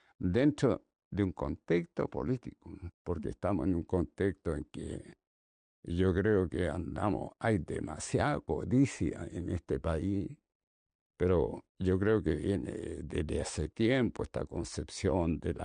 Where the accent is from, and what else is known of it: Chile